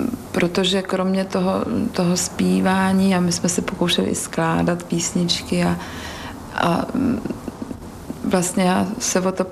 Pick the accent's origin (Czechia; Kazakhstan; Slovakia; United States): Czechia; Žirovnice, Vysočina Region; Já jsem ze Žirovnice, což je na rozhraní vlastně jižních Čech a Českomoravské Vysočiny. Ale já se pokládám po rodičích za jihočecha.